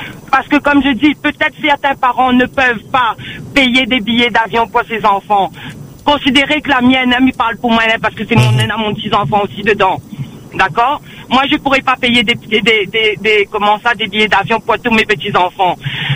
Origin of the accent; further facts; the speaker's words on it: Réunion, France; Mais quand on est à la Réunion, qu'on sait qu'on est des Réunionnais et des Réunionnaises